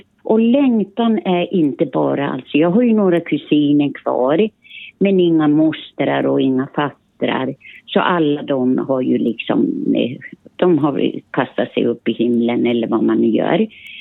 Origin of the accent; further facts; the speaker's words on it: Finland; now in Sweden; För jag lekte jättemycket i skogen hemma i Finland.